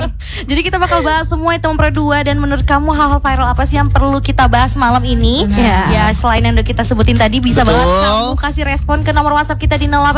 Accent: Bandar Lampung, Lampung, Indonesia; gue kan anak rumah, gue asli Bandar Lampung

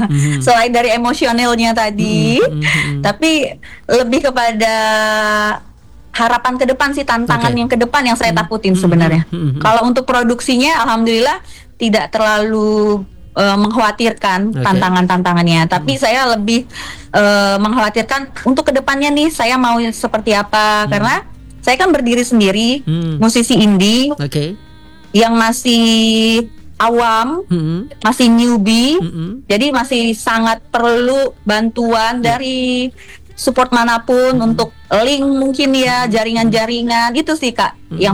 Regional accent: Medan, North Sumatra, Indonesia; born there; Saya lahir di Medan, ibu saya asli Aceh, keluarga besar saya semuanya di Aceh.

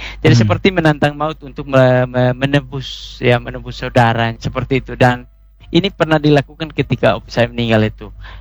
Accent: East Nusa Tenggara, Indonesia; istilah kami orang Atoni itu disebut dengan bunuh banu talas atau larangan untuk tidak boleh memetik kelapa

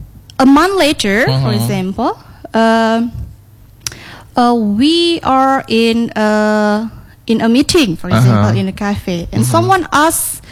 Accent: Banda Aceh, Aceh, Indonesia; English is a second language; I come from Banda Aceh, Bang Nanda. Mm-hmm. I moved here about 2 years ago.

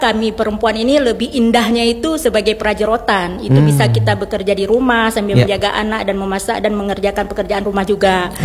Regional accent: Aceh, Indonesia; Ada produk unggulnya di daerah kita Aceh, ada produk unggulnya itu tudung saji.

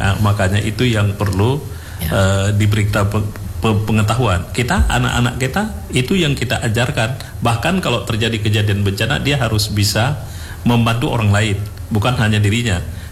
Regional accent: Aceh, Indonesia; Tapi Luksmawe depan kampung saya kena juga.

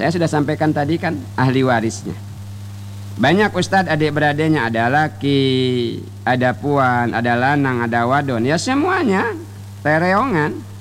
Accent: Bangka Belitung Islands, Indonesia; kata kita orang Bangka

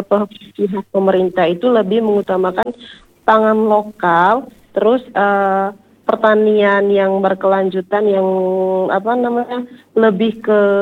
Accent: East Nusa Tenggara, Indonesia; kami orang Manggarai kak, orang Manggarai Barat.

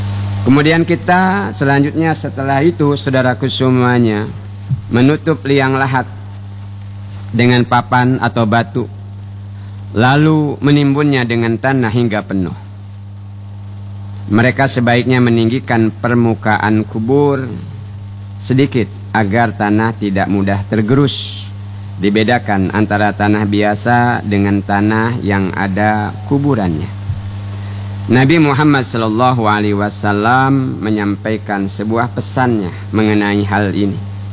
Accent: Bangka Belitung Islands, Indonesia; Semak, kata kita orang Bangka, tumbuh ilalang, tumbuh pohon, tidak pernah terawat.

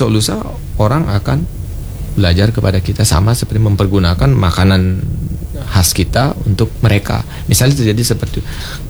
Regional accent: Bali, Indonesia; Kita orang Bali penari

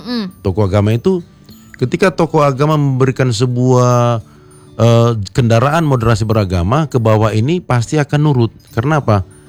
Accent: Medan, North Sumatra, Indonesia; moved away as an adult; now in Bogor, Indonesia; Saya ini saya dari Medan asli loh Mbak.

